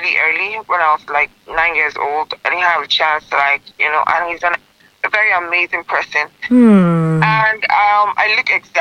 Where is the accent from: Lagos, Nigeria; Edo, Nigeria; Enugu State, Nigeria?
Lagos, Nigeria; from Lagos.